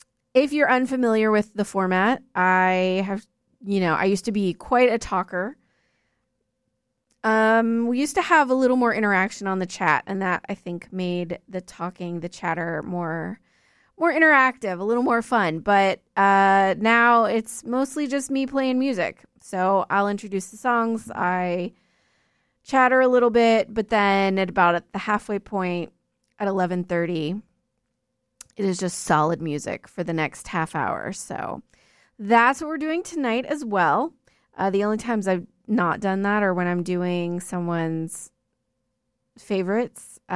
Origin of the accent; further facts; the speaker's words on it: Nashville, Tennessee, United States; fun fact, I am from Nashville